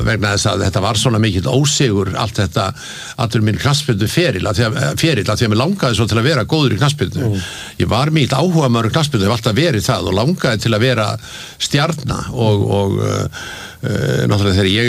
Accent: Reykjavík, Capital Region, Iceland; Já, ég sko alveg upp í Laugarneskverfinu og, og og hérna bjóð þar þegar ég var ungur maður

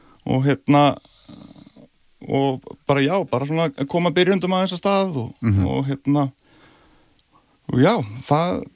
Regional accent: Reykjavík, Capital Region, Iceland; Já, ég er ólst upp í Árbænum.

